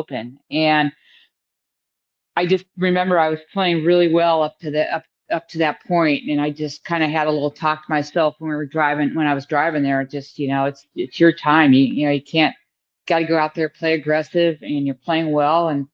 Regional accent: United States; as an American

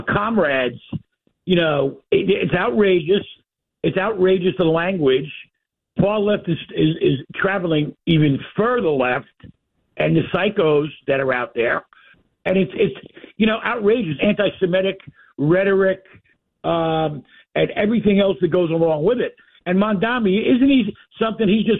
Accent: Long Island, New York, United States; now in South Carolina, United States; I went up to Strong Island, Long Island. That's my old hood.

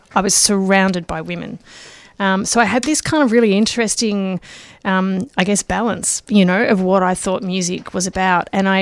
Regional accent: Sunshine, Victoria, Australia; I grew up in Sunshine in the 80s and the early 90s, so it was a particular era.

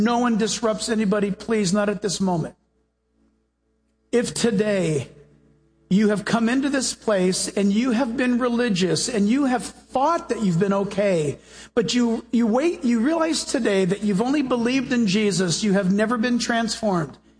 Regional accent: United States; born there; I guess I'm a Christian. I was born in America.

